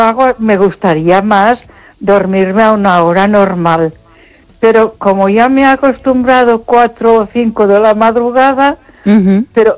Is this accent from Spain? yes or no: yes; Ponferrada, Castile and León, Spain